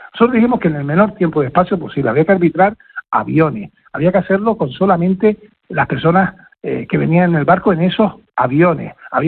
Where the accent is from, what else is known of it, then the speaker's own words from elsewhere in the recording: Canary Islands, Spain; Somos canarios